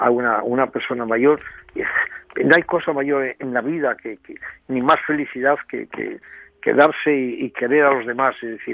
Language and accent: Spanish; La Rebollada, Asturias, Spain; born or raised there